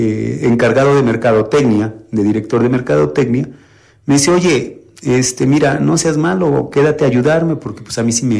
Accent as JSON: {"language": "Spanish", "town": "Oriental", "region": "Puebla", "country": "Mexico", "tie": "born or raised there", "also_born_or_lived": "Xalapa, Mexico", "said": "Pues yo nací en Jalapa, Veracruz, pero toda mi vida he vivido en Oriental."}